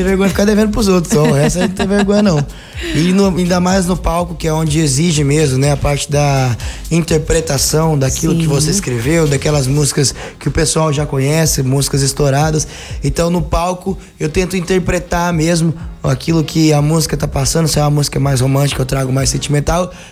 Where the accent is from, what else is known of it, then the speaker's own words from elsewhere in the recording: Londrina, Paraná, Brazil; Eu sou de Londrina, Pé Vermelho aqui do Paraná.